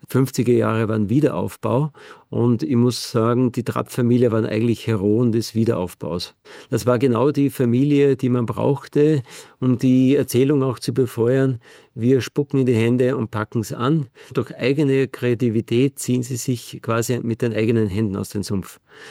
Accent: Salzburg, Austria; born there; Ich bin im Jahr 1964 geboren in Salzburg.

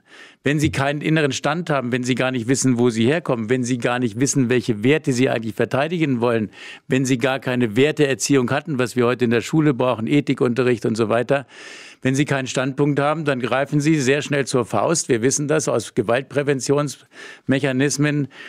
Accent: Germany; now in Austria; ich bin auch ein Ausländer als Deutscher in Österreich

